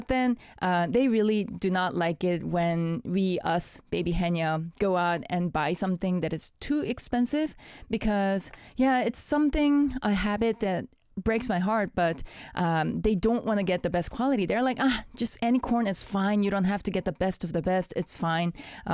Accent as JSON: {"language": "English", "region": "Daejeon", "country": "South Korea", "tie": "born or raised there", "said": "because in Daejeon, my hometown, I remember back in my childhood days, my mom would cook it with a little bit of like sweetener or some salt"}